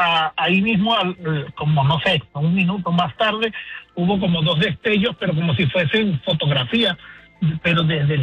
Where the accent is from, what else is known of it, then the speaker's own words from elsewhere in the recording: Venezuela; Mira, una vez en mi país, yo soy de Venezuela